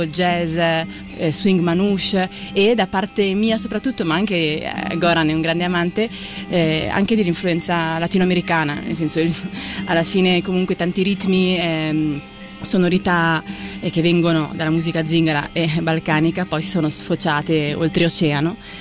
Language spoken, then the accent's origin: Italian; Ticino, Switzerland; sono di origine curda svizzera, ma nata e cresciuta in Ticino.